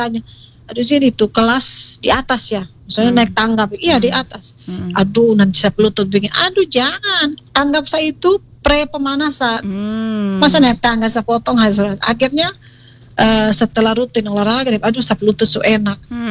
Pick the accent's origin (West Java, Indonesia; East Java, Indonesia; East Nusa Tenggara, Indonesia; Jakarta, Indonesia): East Nusa Tenggara, Indonesia; Saya dari Flores, jadi sering pulang Flores, jadi ada saya di mana, kenapa tidak datang, jadi seperti itu.